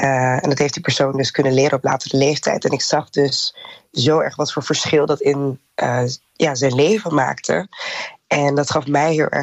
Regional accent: Netherlands; born there; ik ben Oegandees. Ik heb ouders die daar zijn opgegroeid, maar zelf ben ik in Nederland geboren.

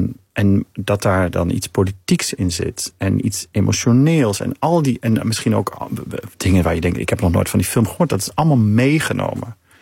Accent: Germany; moved away; Nee, ik ben toch ook uit dat land.

